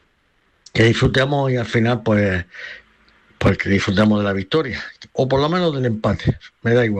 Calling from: Almería, Andalusia, Spain

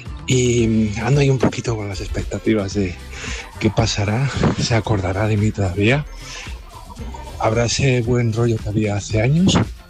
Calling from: Alcorcón, Community of Madrid, Spain; de Alcorcón.

